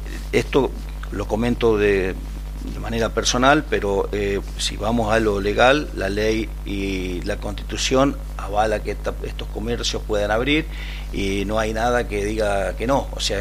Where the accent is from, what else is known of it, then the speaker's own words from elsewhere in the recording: Argentina; nosotros los argentinos o los locales, los propios